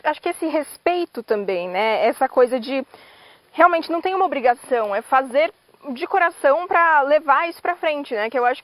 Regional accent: Itatiba, São Paulo, Brazil; Eu sou de Itatiba, né, Yumi?

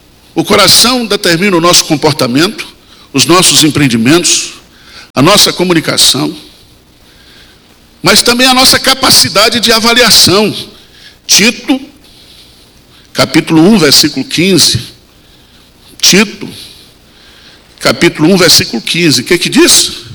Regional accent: Bahia, Brazil; nós somos baianos

